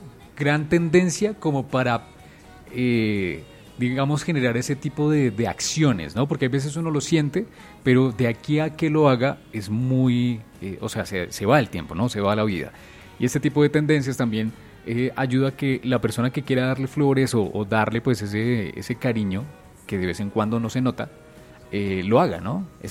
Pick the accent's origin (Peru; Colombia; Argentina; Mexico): Colombia; nosotros como latinos y nosotros como colombianos